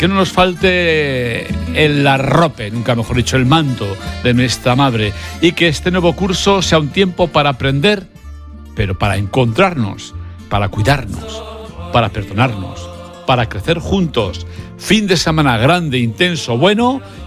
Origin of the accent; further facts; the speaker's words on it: Cáseda, Navarre, Spain; mi pueblo natal de Cáseda